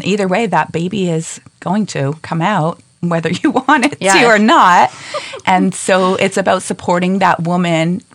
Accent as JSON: {"language": "English", "region": "Newfoundland and Labrador", "country": "Canada", "tie": "born or raised there", "moved": "yes", "said": "I grew up in a small town that wasn't connected to the mainland in Newfoundland."}